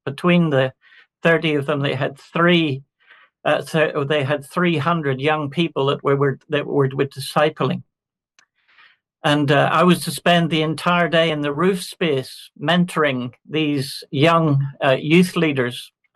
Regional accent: Glenavy, Northern Ireland, United Kingdom; I was born and brought up in Glenavian, County Antrim.

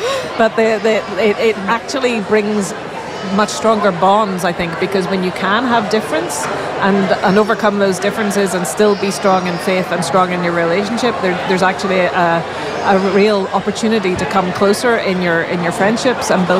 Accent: Northern Ireland, United Kingdom; I grew up in a Christian home, and going to church was just a regular thing.

